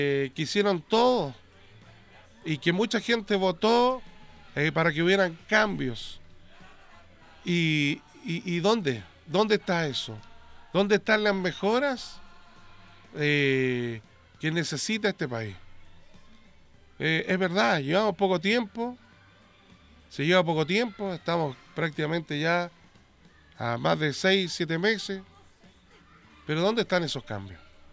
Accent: Chile; soy chileno.

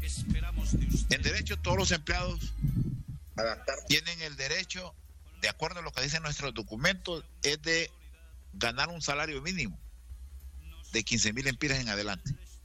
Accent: Honduras

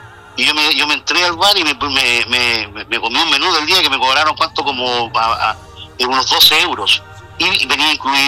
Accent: Chile; now in Barcelona, Spain

